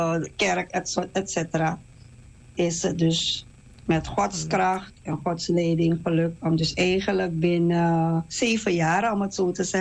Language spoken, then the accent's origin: Dutch; Suriname; moved away as an adult; now in Netherlands; En van afkomst ben ik Surinaamse.